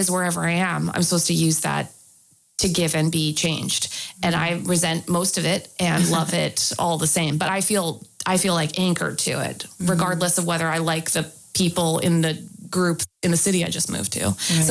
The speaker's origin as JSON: {"language": "English", "country": "Canada", "moved": "yes", "said": "as a Canadian"}